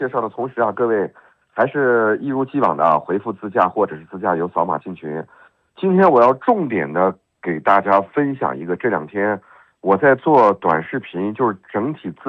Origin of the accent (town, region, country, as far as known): Xinjiang, China